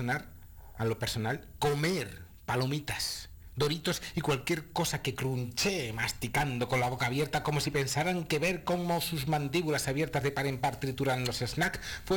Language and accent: Spanish; Castile and León, Spain; No, perdona, que yo soy nacido criado en Burgos de Segovia. Yo vivo ahí